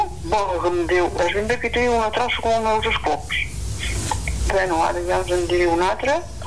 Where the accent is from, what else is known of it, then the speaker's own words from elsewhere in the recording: Santa Pau, Catalonia, Spain; born there; also born or lived in la Vaga (farmhouse near Sant Miquel de Pineda); Jo em vaig venir a Santa Pau quan tenia 7 anys